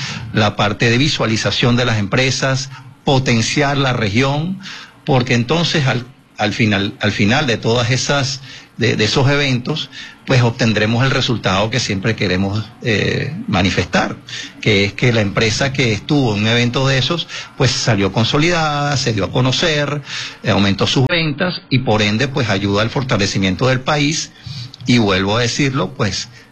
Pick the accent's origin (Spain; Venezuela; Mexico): Venezuela; y como venezolano, sin duda alguna, pues hacer lo mejor de nosotros, aportar y poner un granito de arena todos los días en nuestro trabajo.